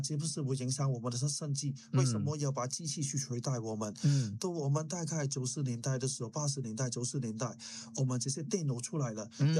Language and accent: Chinese; New Zealand